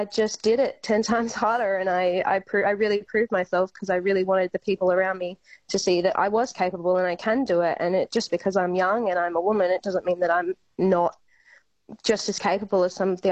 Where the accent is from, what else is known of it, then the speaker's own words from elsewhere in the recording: Yillering, Western Australia, Australia; I grew up in Yillering, which is a really small town in the wheat belt. And my dad, it's a grain town. My dad drove grain trucks, and we had a CBH there